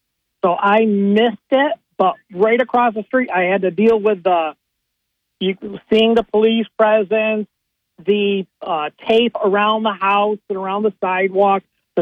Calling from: Binghamton, New York, United States; I'm calling from the south side of Binghamton. I live on Park Ave

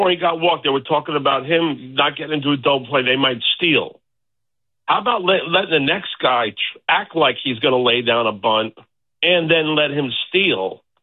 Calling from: Rockland County, New York, United States; 30 years in Rockland's enough.

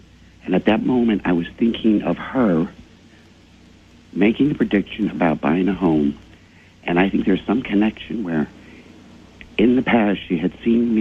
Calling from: New Jersey, United States; I'm calling from New Jersey.

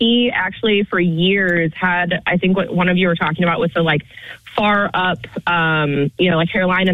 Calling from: Ladson, South Carolina, United States; Good morning. I'm calling from Ladson.

